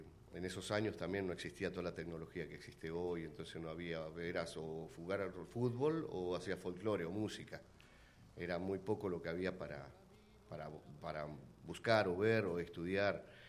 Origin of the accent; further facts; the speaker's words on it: Cipolletti, Río Negro, Argentina; moved away; soy nativo de Cipolletti, pero le aposté, salí y me fue bien. Y bueno, nuevamente ya radicado acá, en Cipolletti, llevo ya un tiempo nuevamente